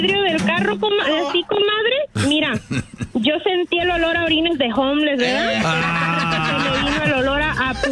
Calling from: Maryland, United States; Desde Maryland.

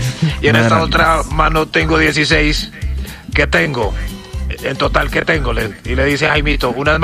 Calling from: Tadó, Chocó, Colombia; soy de Tadó.

